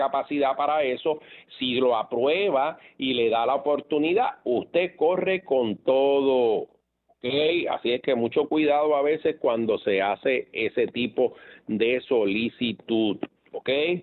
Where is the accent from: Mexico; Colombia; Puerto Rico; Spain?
Puerto Rico